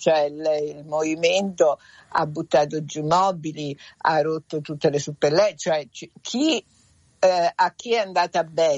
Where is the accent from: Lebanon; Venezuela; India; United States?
Venezuela